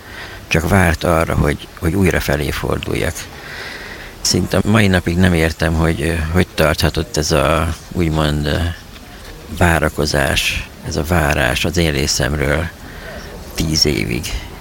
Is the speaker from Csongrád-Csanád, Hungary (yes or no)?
yes; Hódmezővásárhely, Csongrád-Csanád, Hungary; Köszöntöm a rádióhallgatókat … Hódmezővásárhelyről jöttem.